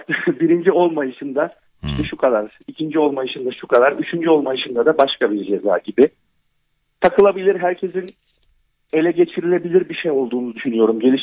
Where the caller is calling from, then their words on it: Nevşehir, Turkey; Nevşehir'den arıyorum.